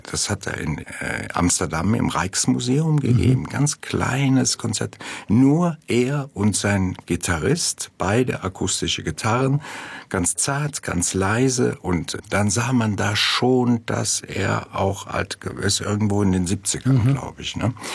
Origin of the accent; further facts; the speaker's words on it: Mayen, Rhineland-Palatinate, Germany; born there; geboren in Mayen, Eifel, meine Geburtsstadt.